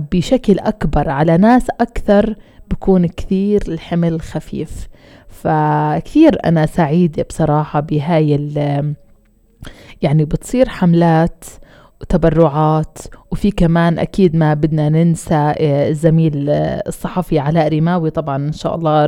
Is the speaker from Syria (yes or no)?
no; Palestine; إحنا كشعب فلسطيني